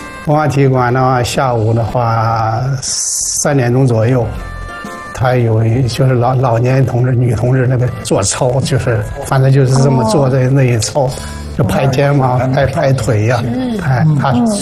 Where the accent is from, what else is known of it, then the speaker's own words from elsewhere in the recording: Jining, Shandong, China; 到了我们老家，我老家是山东济宁。